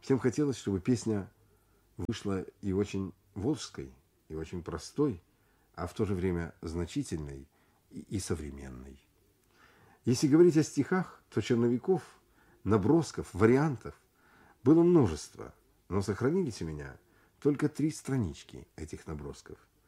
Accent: Rybinsk, Yaroslavl Oblast, Russia; born there; Я родился на Волге, в Рыбинске. Много раз бывал в Волгограде, Саратове.

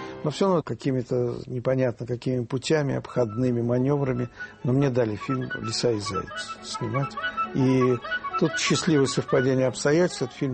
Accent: Moscow, Russia; я вырос в Марьиной Роще, что я жил в достаточно бедной атмосфере по всем координатам. И дома были все обшарпанные, серые, коммуналки.

